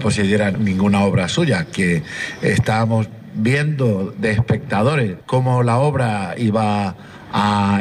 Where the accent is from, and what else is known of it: Villena, Valencian Community, Spain